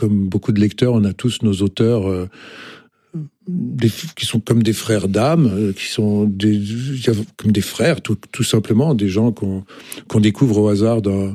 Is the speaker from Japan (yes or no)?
no; Geneva, Switzerland; moved away; je suis originaire de la même ville que lui, puisque je suis né à Genève